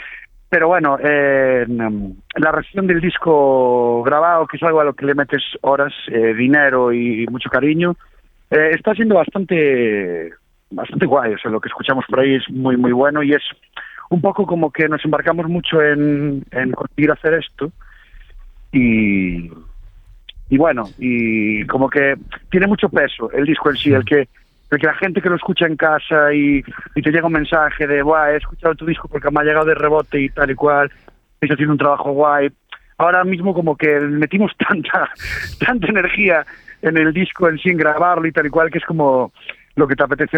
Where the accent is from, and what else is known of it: Ourense, Galicia, Spain; moved away as an adult; now in Santiago de Compostela, Spain